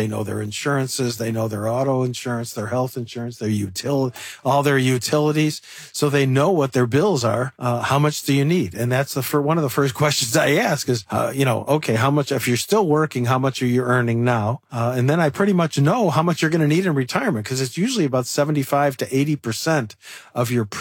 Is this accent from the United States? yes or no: yes; Chicago, Illinois, United States; I'm from Chicago